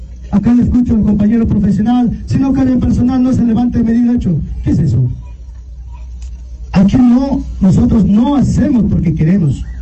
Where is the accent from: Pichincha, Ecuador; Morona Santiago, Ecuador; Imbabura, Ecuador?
Morona Santiago, Ecuador; Taisha; Primero porque yo soy de Taisha. Yo soy hijo de Taisha.